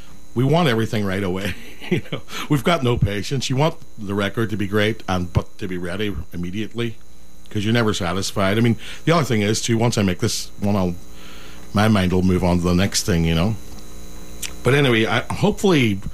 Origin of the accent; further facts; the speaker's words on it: Derry, Northern Ireland, United Kingdom; I grew up in Derry.